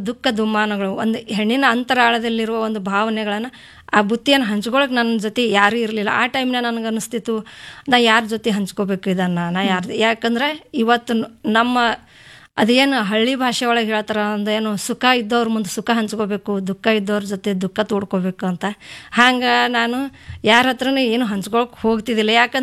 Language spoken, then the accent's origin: Kannada; Javali D, Karnataka, India; born there; ನಾನು ಕಲಬುರಗಿ ಜಿಲ್ಲೆ ಆಳಂ ತಾಲೂಕಿನ ಜವಳಿ ಡಿ ಎಂಬ ಗ್ರಾಮದಲ್ಲಿ ಹುಟ್ಟಿದ್ದೇನೆ.